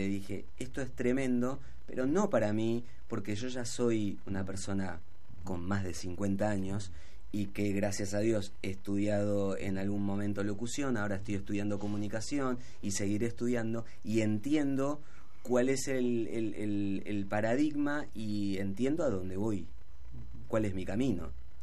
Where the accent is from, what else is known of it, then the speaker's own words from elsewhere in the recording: Argentina; somos en Argentina 46 millones y más